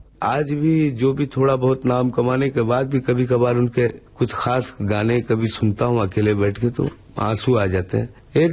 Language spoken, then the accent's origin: Hindi; Kolkata, West Bengal, India; मैं कलकत्ते का ही हूँ, वहीं पैदा हुआ, पला बढ़ा, और बड़ा ही मजहबी किस्म का खानदान है हमारा, रिलीजियस टाइप, सादा लोग बिल्कुल